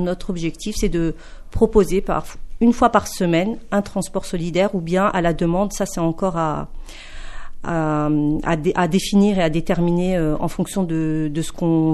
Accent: Longwy, Grand Est, France; je suis originaire de Gourincourt

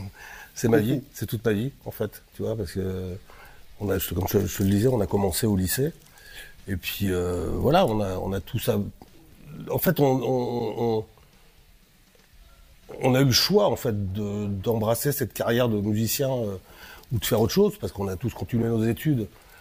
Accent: Lille, Hauts-de-France, France; Nous, on est de Lille, tu vois, on vient pas des mines, enfin du côté Pas-de-Calais.

